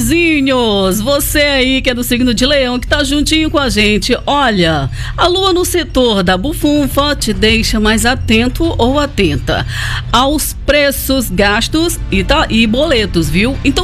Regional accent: Barreirinhas, Maranhão, Brazil; eu nasci, me criei aqui em Barreirinhas, viajei, mas voltava sempre, viajava e voltava.

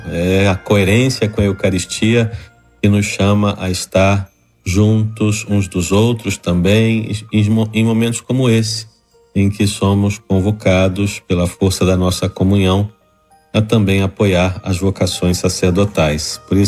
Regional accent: Mendes, Rio de Janeiro, Brazil; moved away; visitar meu pai lá na minha cidade de origem, lá em Mendes

